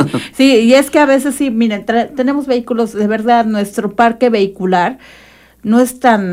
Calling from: San Miguel Ixitlán, Puebla, Mexico; Vengo de San Miguel Ixitlán

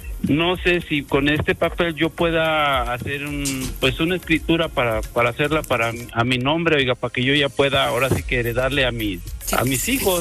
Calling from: San José Chiapa, Puebla, Mexico; Yo soy de San José, Chiapa

